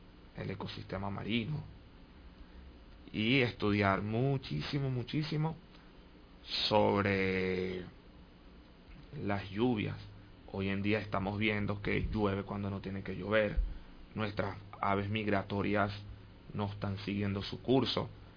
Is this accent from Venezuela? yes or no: yes; Caracas, Capital District, Venezuela; also born or lived in Zaraza, Guárico; Yo nací en Saraza, estado Guárico, pero me trajeron a Caracas a los 4 años de edad. Ya tengo hoy en día 32 años.